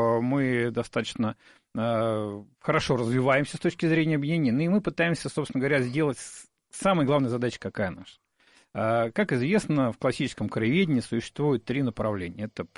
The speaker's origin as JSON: {"language": "Russian", "region": "Moscow", "country": "Russia", "tie": "born or raised there", "said": "То есть, как бы, понятие коренного москвича для меня, как коренного москвича, не существует."}